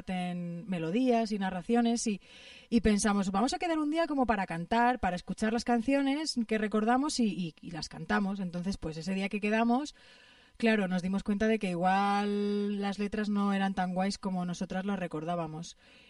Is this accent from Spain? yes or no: yes; Extremadura, Spain; aunque en realidad en mi zona de Extremadura, o sea, en mi pueblo, no se toca el mortero, sino que se toca el almiréz, que es como el mortero de metal.